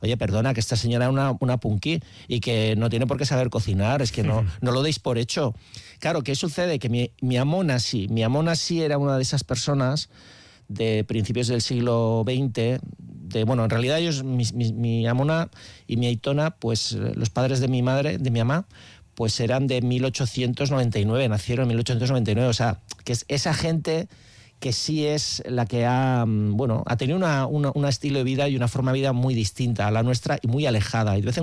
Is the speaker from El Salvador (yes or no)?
no; San Sebastián, Basque Country, Spain; nosotros somos del barrio de Guía